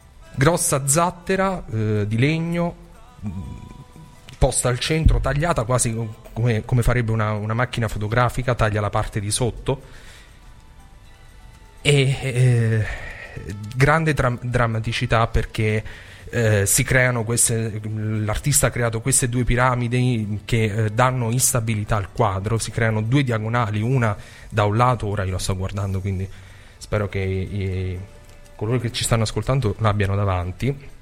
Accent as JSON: {"language": "Italian", "region": "Abruzzo", "country": "Italy", "said": "Io sono abruzzese"}